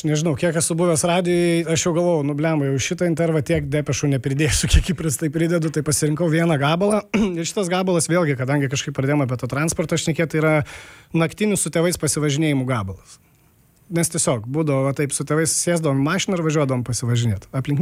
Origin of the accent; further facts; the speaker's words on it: Vilnius, Vilnius County, Lithuania; realiai augau, pradžiai atsimenu, Žirmūnai buvo. Po to buvo jau senamestis, tai augau Vilniuje, bet vasaras dažnai leisdavau Kurkliuose, Anykščių rajone kaime.